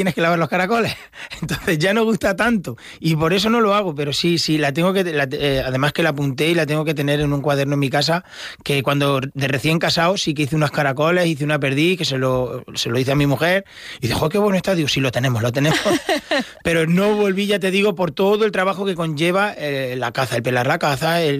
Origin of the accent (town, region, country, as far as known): El Puente del Arzobispo, Castilla-La Mancha, Spain; born or raised there